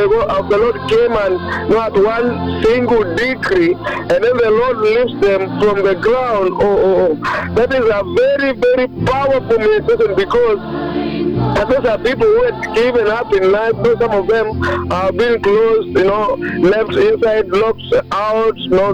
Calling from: East Pokot, Baringo County, Kenya; I'm calling from East Pokot

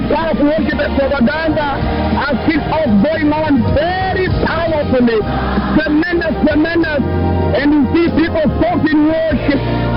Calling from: Kariobangi, Nairobi, Kenya; I'm calling you from Kariobangi.

